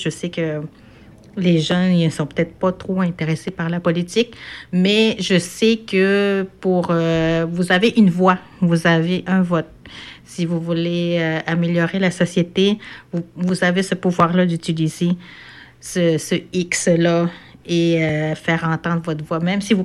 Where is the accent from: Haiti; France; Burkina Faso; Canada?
Canada; Quebec; Mais nous, on est des Nord-Côtiers.